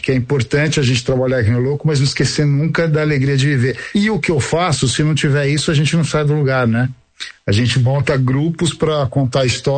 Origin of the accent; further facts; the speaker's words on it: São Paulo, Brazil; Sou de São Paulo, eu sou paulistano, nascido no Jabaquara, Paulo.